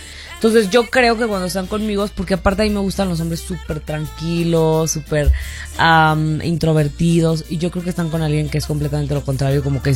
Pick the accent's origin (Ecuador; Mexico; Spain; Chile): Mexico; Tampico, Tamaulipas; Y como yo soy de Tampico, Tamaulipas, pues yo sí crecí mucho escuchando el norteño.